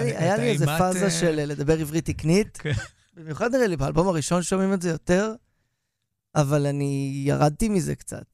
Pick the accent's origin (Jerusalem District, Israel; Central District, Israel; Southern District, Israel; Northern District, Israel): Central District, Israel; Rehovot; שנינו גדלנו ברחובות.